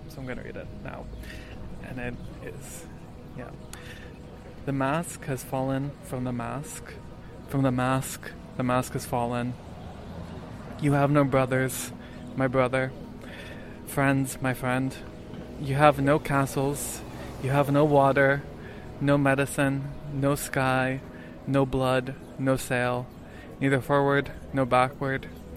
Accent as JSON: {"language": "English", "country": "Canada", "tie": "born there", "said": "I'm one of the Palestinians, not who's just supposed to forget by time, but also by displacement. By being moved to Canada, I was born in Canada"}